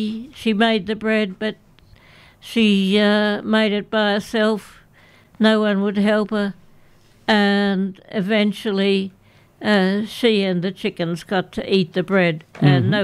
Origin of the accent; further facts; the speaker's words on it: Canberra, Australian Capital Territory, Australia; I grew up in Griffith in Canberra.